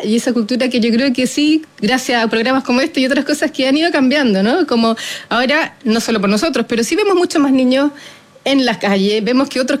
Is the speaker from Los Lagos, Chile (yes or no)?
no; Concepción, Biobío, Chile; born there; also born or lived in Santiago; now in Valdivia, Chile; Yo hace 15 años que vivo en Valdivia. Yo nací en Concepción, viví en Santiago. Y ahora estoy en Valdivia hace 15 años.